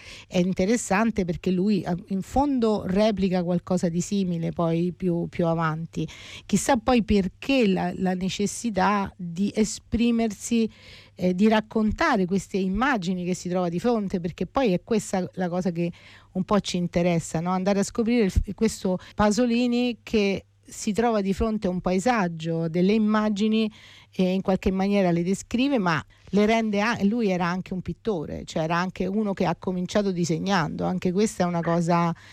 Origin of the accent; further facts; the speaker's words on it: Rome, Lazio, Italy; io te lo dico da romana